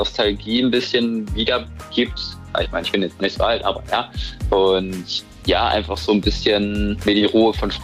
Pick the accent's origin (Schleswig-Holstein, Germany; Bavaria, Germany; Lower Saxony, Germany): Schleswig-Holstein, Germany; Flensburg; also born or lived in Elmshorn; Ansonsten sehe ich mich auch gerne in Flensburg. Da bin ich auch aufgewachsen quasi.